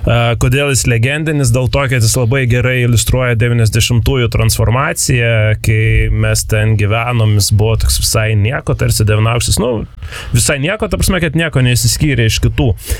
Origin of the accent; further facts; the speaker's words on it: Panevėžys, Panevėžys County, Lithuania; Jo, aš esu iš Panevėžio centro, nu bent jau čia plus minus kaip centras apibrėžiamas, tai kas lankėsi Panevėžio aukštaitijos stadione, turėtų gerai tą namą žinoti, ankstesnė Rotomskio gatvė, dabar Marijonų gatvė.